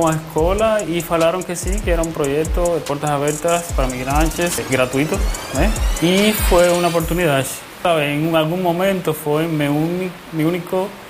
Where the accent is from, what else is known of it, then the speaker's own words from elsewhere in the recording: Cuba; moved away as an adult; now in São Paulo, Brazil; Enquanto eu morei lá